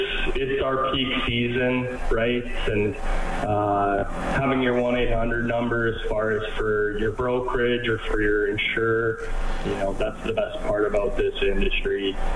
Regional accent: Red Deer, Alberta, Canada; I was born and raised in Red Deer, right in between, you know, Calgary and Edmonton

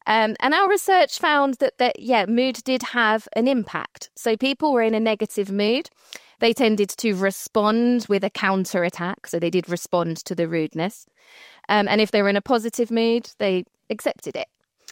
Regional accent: United Kingdom; well, I'm British, so even more so

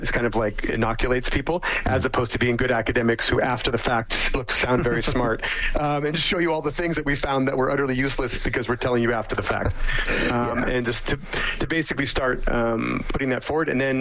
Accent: Saskatchewan, Canada; I'm from Saskatchewan, I understand, and we're based in Saskatchewan.

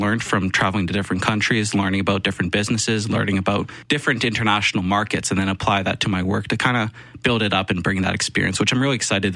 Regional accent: Lorette, Manitoba, Canada; I grew up in Lorette, Manitoba, and went to French immersion school, so French comes second nature to me.

